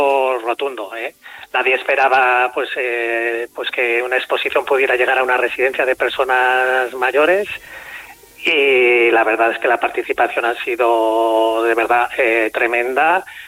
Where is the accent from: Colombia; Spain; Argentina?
Spain; Monreal del Campo, Aragon; yo soy de Monreal